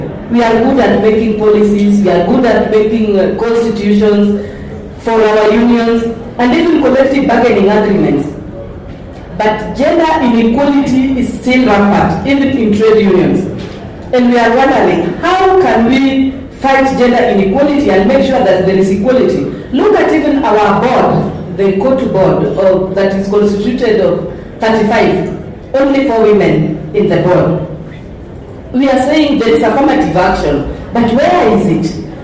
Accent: Kotu, Kenya; I come from Kotu

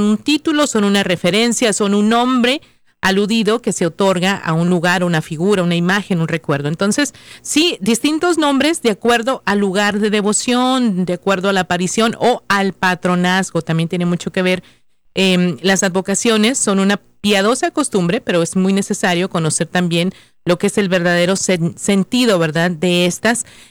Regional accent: Mexico; nosotros como mexicanos

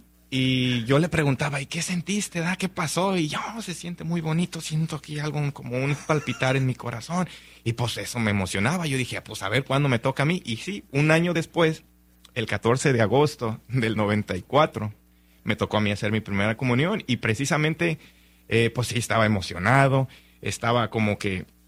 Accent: Tequila, Jalisco, Mexico; de donde yo soy originario, en Tequila, Jalisco

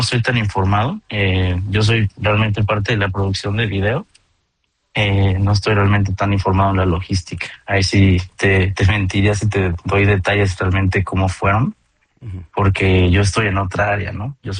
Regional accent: Mexico

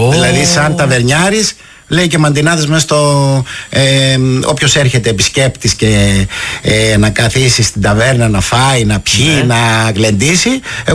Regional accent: Menetes, South Aegean, Greece; Εγώ είμαι από το χωριό Μενετές.

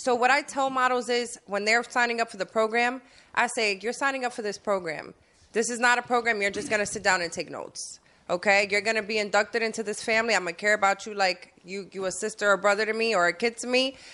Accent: Bronx, New York, United States; I seem like I'm an East Side girl, but I'm definitely from the Bronx.

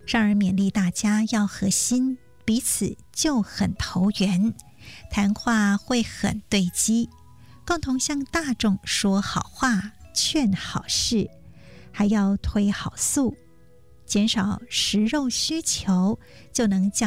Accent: Taiwan; born there; 我很感恩自己出生在台湾，此生的缘在台湾。

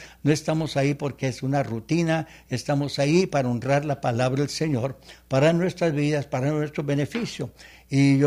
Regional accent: El Paso, Texas, United States; del Paso, Texas, de donde yo vengo

